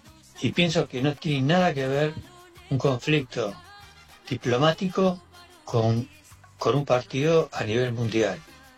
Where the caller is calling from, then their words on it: Buenos Aires, Argentina; de Flores.